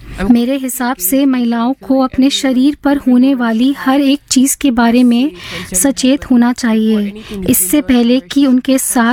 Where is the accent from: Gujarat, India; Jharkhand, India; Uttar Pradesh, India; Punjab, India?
Gujarat, India; मैं गुजरात की रहने वाली हूँ।